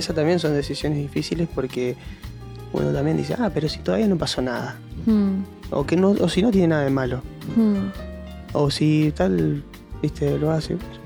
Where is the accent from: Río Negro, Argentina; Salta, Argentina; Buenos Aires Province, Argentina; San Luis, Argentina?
Buenos Aires Province, Argentina; San Nicolás de los Arroyos; yo soy de San Nicolás. Ahí tengo mi iglesia de toda la vida.